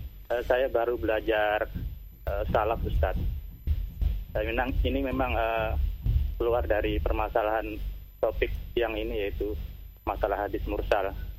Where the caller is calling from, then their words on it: Batulicin, South Kalimantan, Indonesia; di Batu Licin.